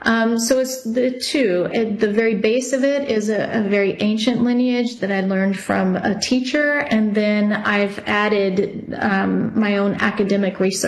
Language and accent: English; Texas, United States; born there; moved away; I lived in Texas where we had tornadoes.